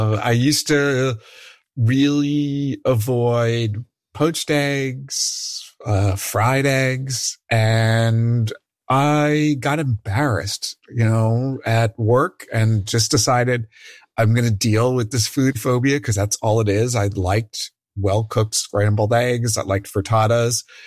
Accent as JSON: {"language": "English", "region": "New Jersey", "country": "United States", "tie": "born or raised there", "said": "So I grew up in New Jersey. I was born in the early 1960s."}